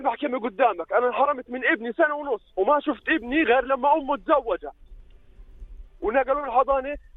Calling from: Jordan

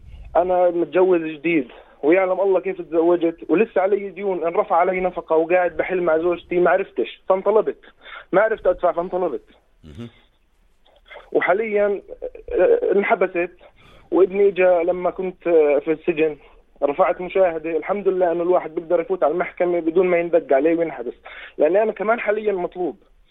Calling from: Jordan; ما شاء الله اقل شارع عندنا في الاردن فيه 3-4 دوريات

